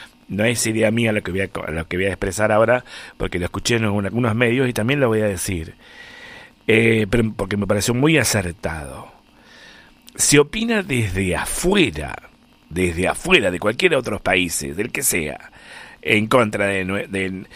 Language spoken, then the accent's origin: Spanish; Argentina; porque soy argentino